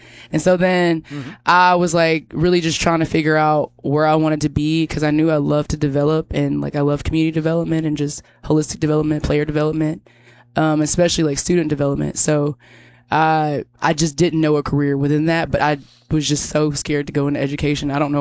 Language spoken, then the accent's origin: English; Tatum, Texas, United States; So I'm from Tatum, Texas. I was born and raised in Tatum High School. My parents, everybody in my family have always been a Tatum Eagle.